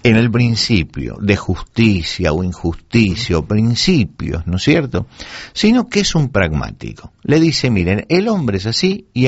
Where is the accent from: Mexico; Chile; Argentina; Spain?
Argentina; yo recuerdo en mi país, en Argentina